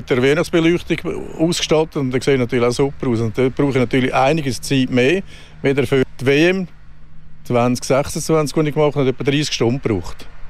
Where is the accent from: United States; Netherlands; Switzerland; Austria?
Switzerland; Also die Lieblingsfahne ist natürlich eindeutig die Schweizer Fahne, weil als Schweizer ist das natürlich so und so.